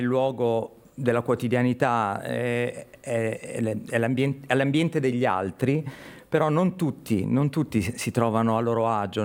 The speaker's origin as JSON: {"language": "Italian", "town": "Chiavari", "region": "Liguria", "country": "Italy", "moved": "as an adult", "said": "Sono chiavarese"}